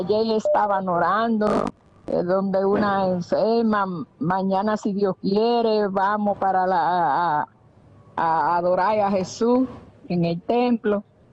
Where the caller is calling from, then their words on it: Dominican Republic; la de Santo Domingo, Santo. Bejuco Alambre. Yo vivo en un campo de Santo Domingo, de Bejuco Alambre.